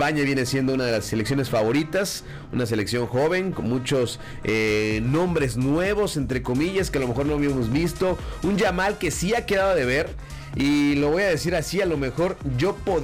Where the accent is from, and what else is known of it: Mexico